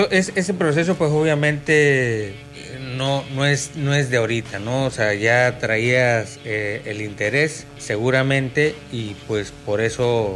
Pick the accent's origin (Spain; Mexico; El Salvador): Mexico; Ciudad del Carmen, Campeche; somos de Carmen